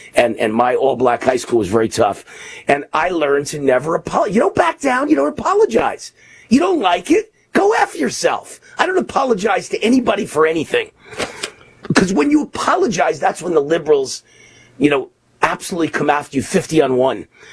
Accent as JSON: {"language": "English", "region": "New York", "country": "United States", "tie": "born or raised there", "said": "I was from the rough streets of New York."}